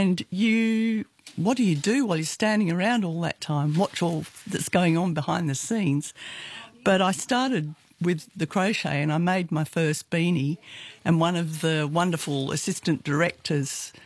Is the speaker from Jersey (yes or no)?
yes; Jersey; no, I'm from Jersey originally in the Channel Islands.